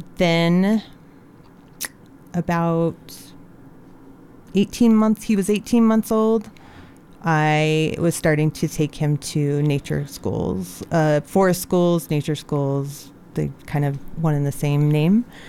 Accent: Willard, Utah, United States; I was born and raised in Willard, Utah, on a peach and cherry tree orchard.

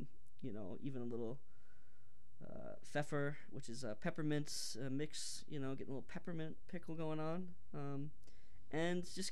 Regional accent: Buckfield, Maine, United States; I grew up in the East Coast, in Maine, in this town called Buckfield, Maine. And the soil up there is notoriously, it's like permafrost, right? There's not much growing up there. It's pretty tricky to grow crops.

